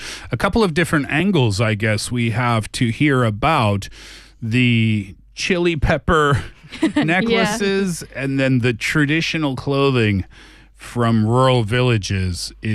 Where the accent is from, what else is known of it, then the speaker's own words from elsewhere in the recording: Nova Scotia, Canada; And I'm from Nova Scotia, so when I see that, I have no reaction to it whatsoever.